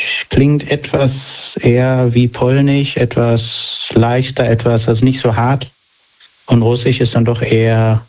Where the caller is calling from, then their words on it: Rhineland-Palatinate, Germany; Westerwald.